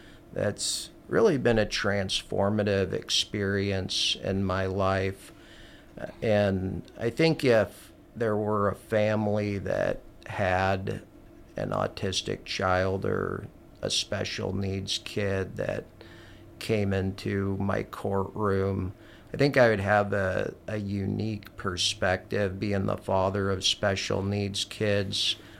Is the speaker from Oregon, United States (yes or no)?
yes; Springfield, Oregon, United States; moved away as an adult; now in mid-Missouri, United States; I haven't spent my whole life here. I was born in Springfield, Oregon